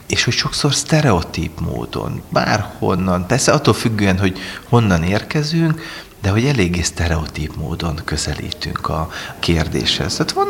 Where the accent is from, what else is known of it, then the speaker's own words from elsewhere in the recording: Subotica, Vojvodina, Serbia; moved away as an adult; now in Hungary; Igen, tehát az a helyzet, hogy én Szabadkán nőttem fel, a régi Jugoszláviában születtem, és a 90-es évek Szerbiájában nőttem föl. Aztán egyetemista korom óta Magyarországon élek.